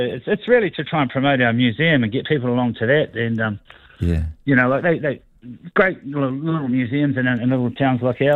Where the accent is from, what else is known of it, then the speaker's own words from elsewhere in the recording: Ōtorohanga, Waikato, New Zealand; my hometown taking on London department store